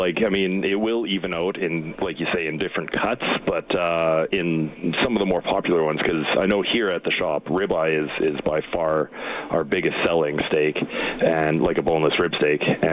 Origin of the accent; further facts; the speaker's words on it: Edmonton, Alberta, Canada; And you say, "I'm from Edmonton, Alberta, Canada."